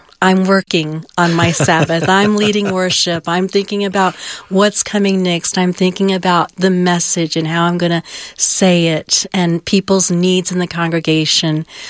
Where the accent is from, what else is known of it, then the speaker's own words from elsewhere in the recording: Oklahoma, United States; also born or lived in Cheyenne, Wyoming; You take for granted, you know, when I came from Cheyenne, Wyoming, or I grew up in the Bible Belt in Oklahoma, Methodist churches were huge.